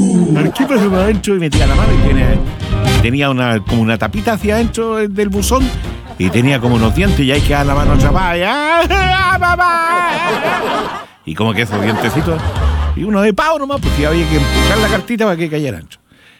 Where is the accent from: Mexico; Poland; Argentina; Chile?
Chile; La inteligencia artificial no nos reconoce como hablamos nosotros los chilenos.